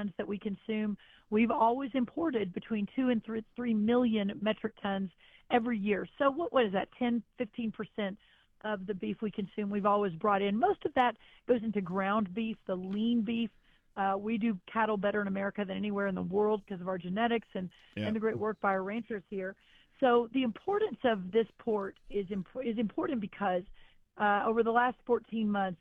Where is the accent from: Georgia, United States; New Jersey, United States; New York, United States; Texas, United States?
Texas, United States; Glen Rose; now in Fort Worth, United States; I'm from Texas. I live in Fort Worth. I grew up in a town of 1,000 people south of Fort Worth called Glen Rose, Texas.